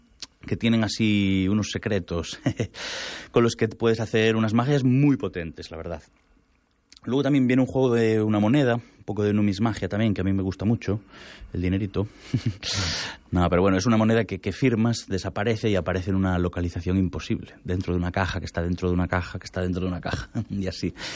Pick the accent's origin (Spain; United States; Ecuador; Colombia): Spain; A Coruña, Galicia; Y me dicen, ¿de dónde eres? Y yo, pues de un sitio que se llama Coruña.